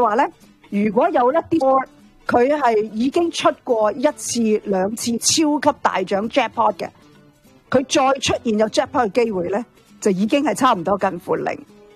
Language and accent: Cantonese; Canada; 我哋加拿大人